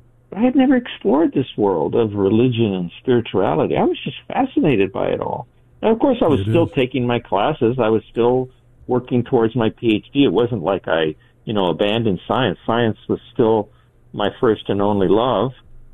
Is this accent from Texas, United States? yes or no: no; Los Angeles, California, United States; You know, I grew up in East L.A. listening about the Bible this, Bible that.